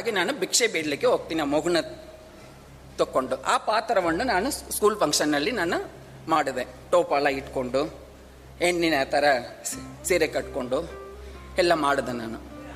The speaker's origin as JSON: {"language": "Kannada", "region": "Tamil Nadu", "country": "India", "second_language": "Kannada", "said": "ನಮ್ಮ ಚೆನ್ನೈ ಪಕ್ಕದಲ್ಲಿ ಇದೆ"}